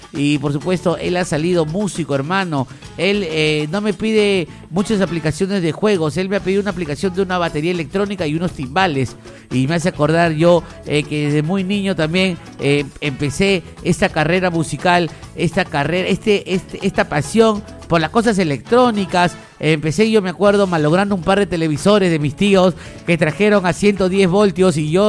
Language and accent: Spanish; Lima, Peru; desde José Gálvez, mi querido barrio, desde Paradero 4.